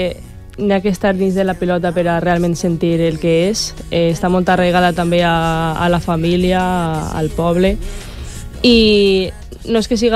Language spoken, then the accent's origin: Catalan; Beniparrell, Valencian Community, Spain